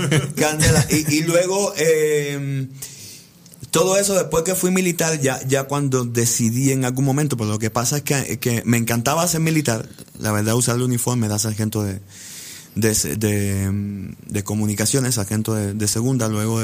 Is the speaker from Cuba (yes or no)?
yes; Cuba